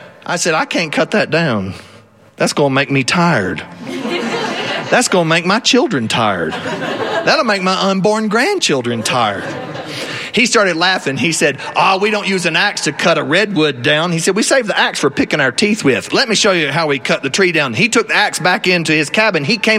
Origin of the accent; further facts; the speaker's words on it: South Carolina, United States; I'm from South Carolina. We have alligator where I live.